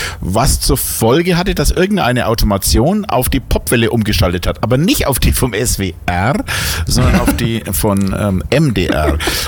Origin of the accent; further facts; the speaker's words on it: Bavaria, Germany; ich komme ja aus Bayern